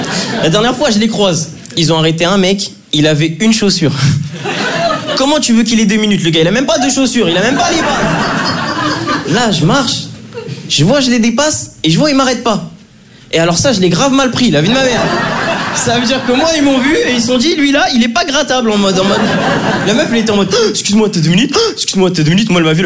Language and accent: French; Draguignan, Provence-Alpes-Côte d'Azur, France; now in Lyon, France; moi, je viens de Draguignan.